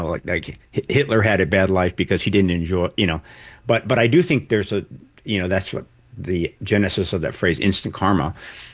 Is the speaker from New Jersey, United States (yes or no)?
no; Chicago, Illinois, United States; I grew up in Chicago, and that it was a very close connection between sincerity and humor.